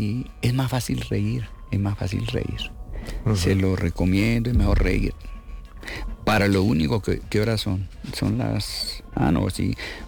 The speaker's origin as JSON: {"language": "Spanish", "town": "Chaparral", "region": "Tolima", "country": "Colombia", "accent": "tolimense", "moved": "yes", "said": "Yo soy de provincias, yo soy de un pueblo que se llama Chaparral, Tolima."}